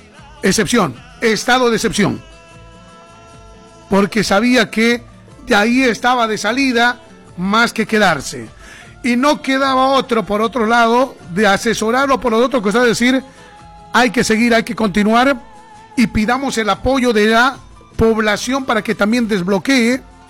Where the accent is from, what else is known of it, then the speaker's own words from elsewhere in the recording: Bolivia; Todos somos bolivianos